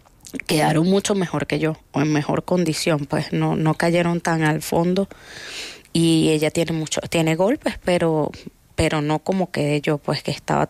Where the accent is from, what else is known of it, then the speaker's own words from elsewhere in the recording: La Guaira, Venezuela; crecimos en La Guaira, o sea, nacimos ahí y yo... O sea, pasamos la tragedia de Vargas, yo tenía 14 años.